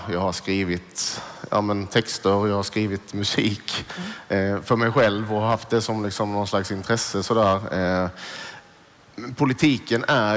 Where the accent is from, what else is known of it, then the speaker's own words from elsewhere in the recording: southern Sweden, Sweden; jag är från en liten kommun, en liten stad i södra Sverige